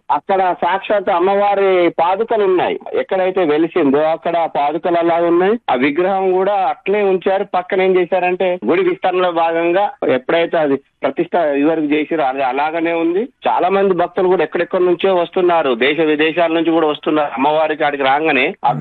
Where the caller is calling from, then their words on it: Rampuram, Telangana, India; మాది భద్రాద్రి కొత్తగూడెం జిల్లా రాంపురం గ్రామం.